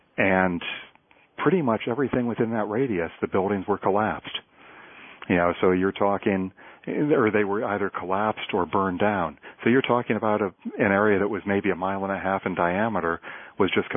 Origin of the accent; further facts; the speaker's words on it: Akron, Ohio, United States; say, in my hometown of Akron, Ohio, just because the geography is different